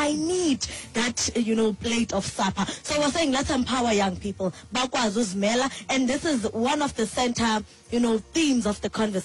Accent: Eastern Cape, South Africa; I'm from Amathole district, a rural district.

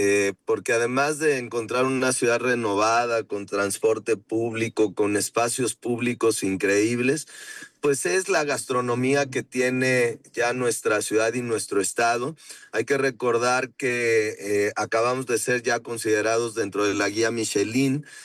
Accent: Jalisco, Mexico; Jaliscienses, aunque allá en la Ciudad de México nos dicen jalisquillos, pero somos jaliscienses.

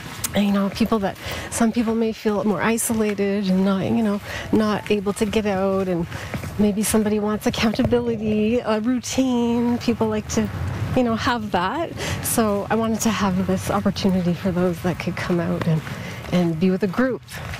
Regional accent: Ayer's Cliff, Quebec, Canada; I come from Ayers Cliff. I live in Ayers Cliff.

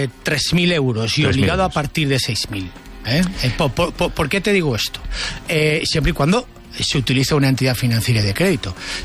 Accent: Valencia, Valencian Community, Spain; born or raised there

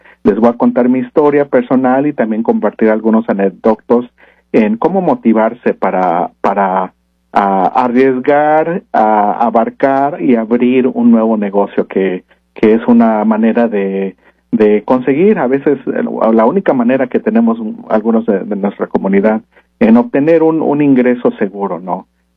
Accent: Seattle, Washington, United States; en la vecindad donde todo empezó hace más de 30 años, cuando crecí aquí en South Park.

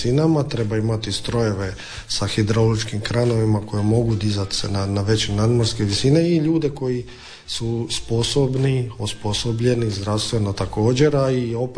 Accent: Dalmatia, Croatia; Dobro, kod nas u Dalmaciji

